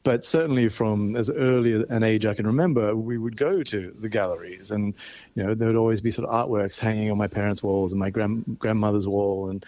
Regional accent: Canberra, Australian Capital Territory, Australia; moved away as an adult; also born or lived in New York City; I was 22 years old. I grew up in Canberra. I had never left Australia, never had a passport.

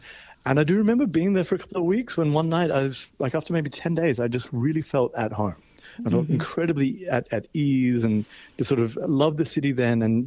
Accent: Canberra, Australian Capital Territory, Australia; moved away as an adult; also born or lived in New York City; I was 22 years old. I grew up in Canberra. I had never left Australia, never had a passport.

